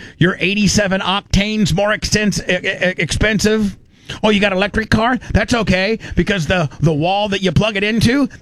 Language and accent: English; United States; as an American who wants what's best for our country